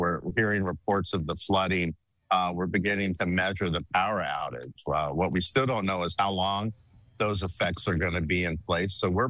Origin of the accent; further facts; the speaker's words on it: New Orleans, Louisiana, United States; moved away; New Orleans was my hometown. It's where I came up in the restaurant industry, Cajun roots.